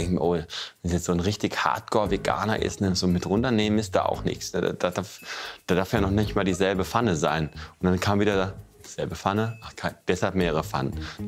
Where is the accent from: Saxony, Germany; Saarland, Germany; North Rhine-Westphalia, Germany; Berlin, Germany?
North Rhine-Westphalia, Germany; Siegen; born there; Da bin ich geboren in Siegen.